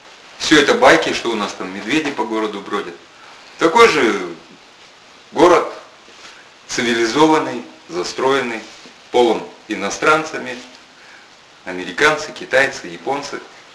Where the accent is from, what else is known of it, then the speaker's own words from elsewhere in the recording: Sakhalin Oblast, Russia; now in Ufa, Russia; Я приехал с Сахалина. В солнечную Уфу.